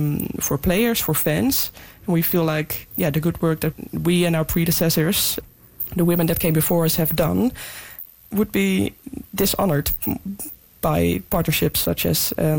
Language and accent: English; Netherlands; growing up in the Netherlands playing football there, there wasn't too many I guess, weather events